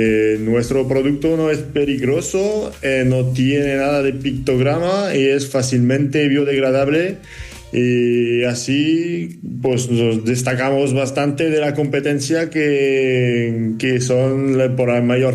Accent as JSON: {"language": "Spanish", "country": "France", "moved": "yes", "lives_now": "Spain", "said": "desde España. Soy francés, pero estoy en España ahora mismo"}